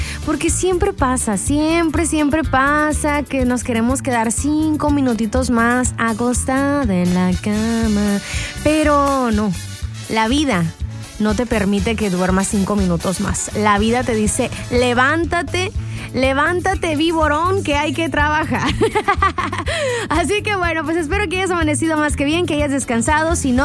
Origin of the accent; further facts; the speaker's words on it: Navojoa, Sonora, Mexico; saludos desde Navojoa, Sonora, mi pueblo querido. Mira nomás, así está el clima en Navojoa.